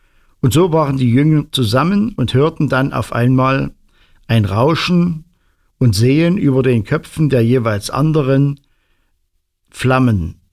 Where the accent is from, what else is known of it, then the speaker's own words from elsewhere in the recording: Mansfeld, Saxony-Anhalt, Germany; Ich komme aus Mansfeld.